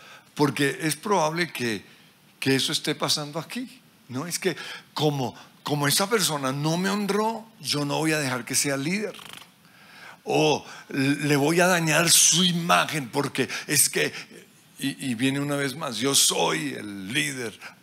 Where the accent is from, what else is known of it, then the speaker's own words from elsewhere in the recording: Colombia; eso es parte de nuestra cultura como colombianos